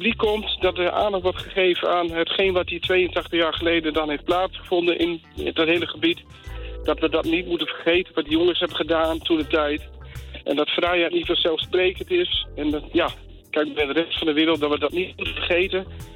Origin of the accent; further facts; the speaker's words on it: Drenthe, Netherlands; born there; moved away; toen ik in Drenthe woonde.